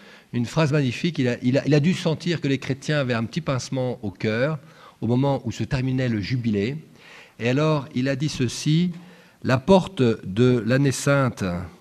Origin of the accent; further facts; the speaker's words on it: France; je suis, comme la plupart d'entre vous, je suis français pour la plupart, pas tous, hein